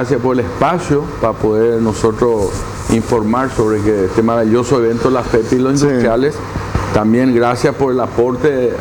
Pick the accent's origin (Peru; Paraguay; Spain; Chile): Paraguay; tenemos que felicitarnos los paraguayos todos